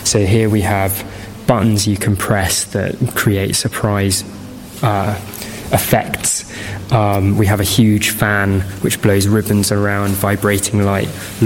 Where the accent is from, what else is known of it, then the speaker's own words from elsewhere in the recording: Cambridge, East of England, United Kingdom; I grew up in Cambridge